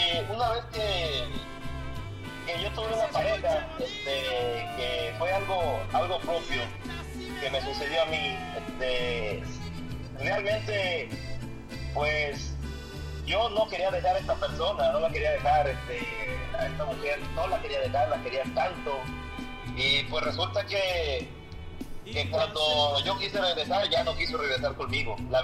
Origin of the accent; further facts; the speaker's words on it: Nayarit, Mexico; born there; nació en 1974. En el estado de Nayarit, México, cerquita de Puerto Vallarta. Somos costeños.